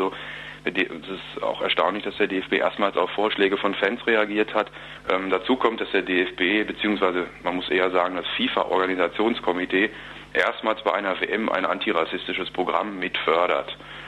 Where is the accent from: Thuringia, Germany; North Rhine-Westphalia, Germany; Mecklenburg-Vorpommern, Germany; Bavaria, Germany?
North Rhine-Westphalia, Germany; Duisburg; moved away; Also ich komme aus Duisburg ursprünglich.